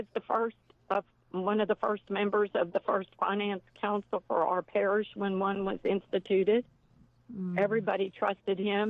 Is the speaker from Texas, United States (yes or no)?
yes; Sealy, Texas, United States; I'm actually from Sealy, mm-hmm. Texas, which is about 20 miles east of Columbus.